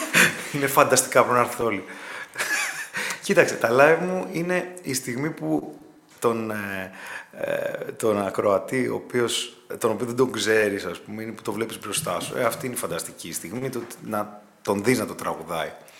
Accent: Western Greece, Greece; είμαι και σκορπιός και είμαι από την Ηλία.

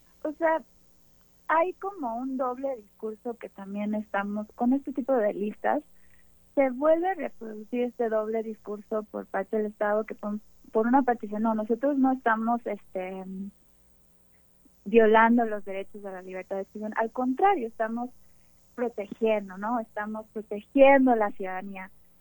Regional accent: Mexico

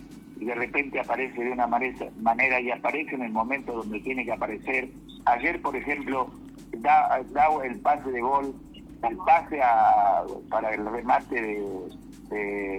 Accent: Argentina; Ojalá, que como argentino digo que gane Argentina

